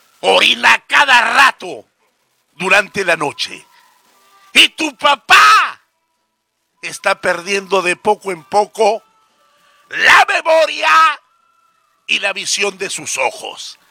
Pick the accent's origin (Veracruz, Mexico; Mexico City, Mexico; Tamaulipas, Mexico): Veracruz, Mexico; now in Peru; mi estado de Veracruz, que es capital del curanderismo mexicano, nosotros los mexicanos